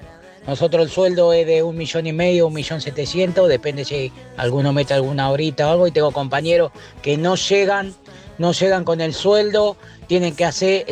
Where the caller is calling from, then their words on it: Bella Vista, Buenos Aires Province, Argentina; de Bellavista